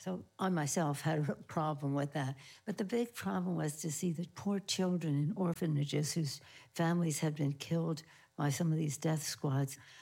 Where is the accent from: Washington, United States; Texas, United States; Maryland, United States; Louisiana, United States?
Maryland, United States; Baltimore; born there; I was born in Little Italy in Baltimore, Maryland. It was a place where we were devoutly Catholic, proud of our Italian-American heritage, fiercely patriotic, and staunchly Democratic.